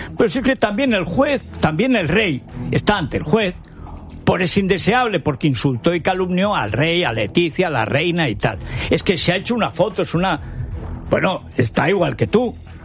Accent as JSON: {"language": "Spanish", "town": "Teruel", "region": "Aragon", "country": "Spain", "said": "mira que yo como soy de Teruel no lloro"}